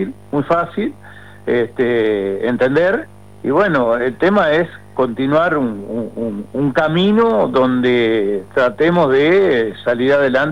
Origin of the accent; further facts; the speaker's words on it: Uruguay; Futbolero como todo uruguayo.